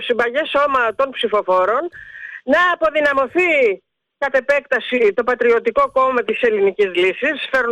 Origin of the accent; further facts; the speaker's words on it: Central Greece, Greece; από Εύβοια.